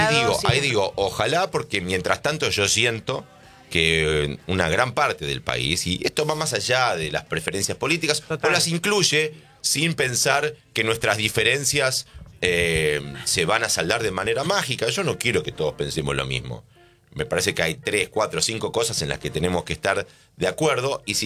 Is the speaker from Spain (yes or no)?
no; Argentina